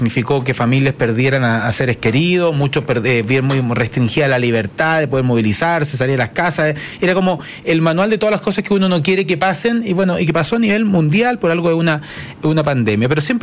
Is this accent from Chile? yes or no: yes; Chile; Porque a veces uno como chileno deja pasar